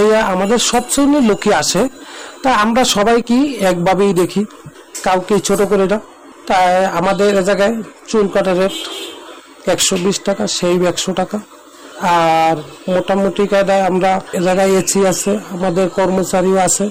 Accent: Patuakhali, Barisal Division, Bangladesh; now in Dhaka, Bangladesh; তারপরে এক সময় আমি নিজেও পরে এই কাজে গ্রাম থেকে এসে পটুয়াখালী থেকে এসে এই যে ঢাকাতে কাজ করতেছি।

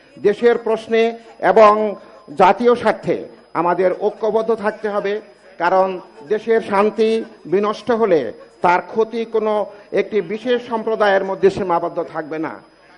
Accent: Lakshmipur District, Chittagong Division, Bangladesh; আমার নিজ জেলা লক্ষ্মীপুরের রামগতি উপজেলায়

